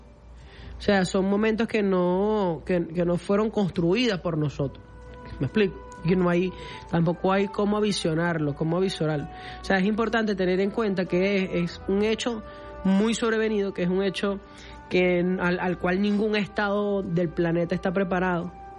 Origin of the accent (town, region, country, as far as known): Venezuela